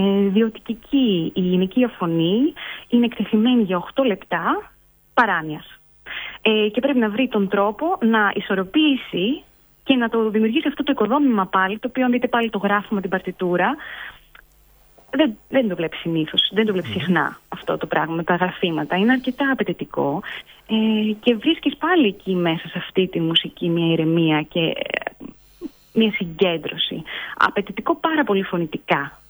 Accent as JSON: {"language": "Greek", "region": "Crete", "country": "Greece", "said": "Εγώ μόλις ολοκλήρωσα μία περιοδία εδώ στην Κρήτη, στην πατρίδα μου"}